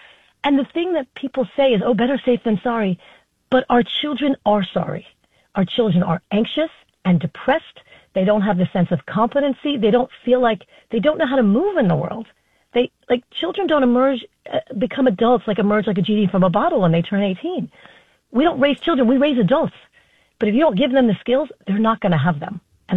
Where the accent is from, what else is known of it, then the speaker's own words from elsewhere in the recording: New York, United States; Well, the funny thing is, right, you and I grew up in New York.